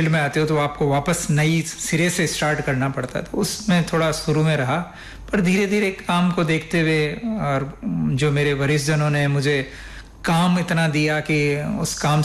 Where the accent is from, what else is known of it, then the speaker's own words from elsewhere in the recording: Rajasthan, India; first language Rajasthani; Hindi is a second language; मैं यहाँ राजस्थान से हूँ, भाषा मेरी राजस्थानी रही है